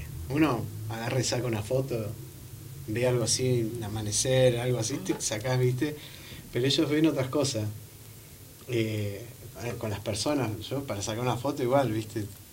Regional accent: Río Gallegos, Santa Cruz, Argentina; somos gallegos

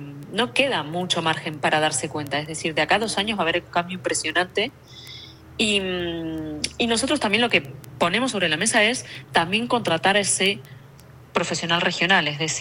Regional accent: Bariloche, Río Negro, Argentina; moved away as an adult; yo soy de Bariloche, nacida y criada. Me fui muy jovencita, con 20 años, con 21 años

